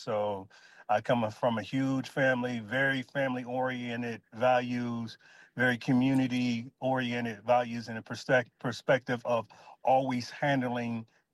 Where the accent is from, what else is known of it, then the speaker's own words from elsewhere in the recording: Pittsburgh, Pennsylvania, United States; moved away as an adult; now in Washington, D.C., United States; So I'm originally from the city of Pittsburgh, Pennsylvania, the Steel City. And I grew up in a neighborhood that was about 15 minutes from downtown Pittsburgh. It's an area called Rankin and Braddock, which is on the Monongahela River.